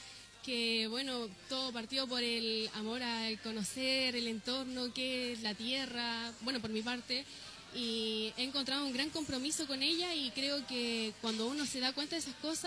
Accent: Valparaíso, Chile; Soy nacida y criada en Valparaíso.

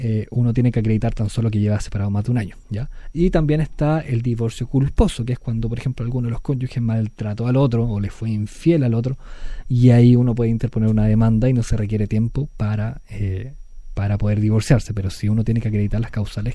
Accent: Puerto Montt, Los Lagos, Chile; also born or lived in Valparaíso; now in Maullín, Chile; Yo soy de Puerto Montt, pero estudié en Valparaíso

